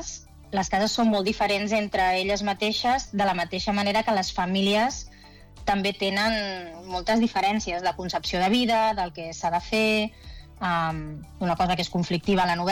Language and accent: Catalan; El Prat de Llobregat, Catalonia, Spain; jo sóc del Prat